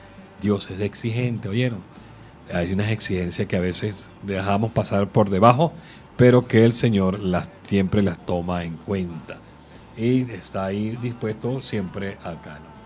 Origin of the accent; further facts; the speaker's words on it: Venezuela; Todos los venezolanos tenemos ese gran don de hospitalidad